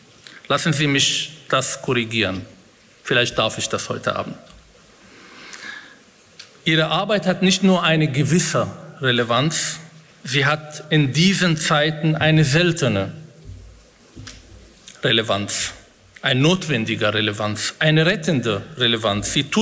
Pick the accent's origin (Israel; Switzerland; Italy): Israel; now in Germany; als Israeli, als Betroffener, als jemand, der aus diesem Land stammt, als Palästinenser, als Moslem, als jemand, der in dieser Gesellschaft seine Heimat gefunden hat